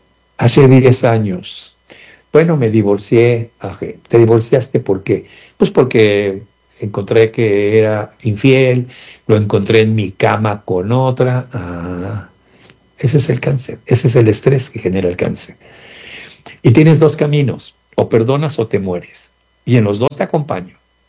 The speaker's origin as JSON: {"language": "Spanish", "country": "Mexico", "said": "en México le llamamos comida."}